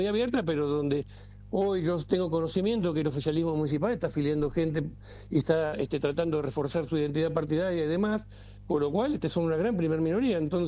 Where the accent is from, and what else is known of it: Ushuaia, Tierra del Fuego, Argentina